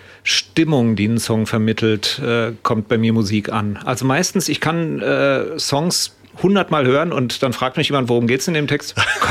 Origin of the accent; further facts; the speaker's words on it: Mainz, Rhineland-Palatinate, Germany; born there; ich bin, auch wenn man es nicht unbedingt so hört, ein Mense.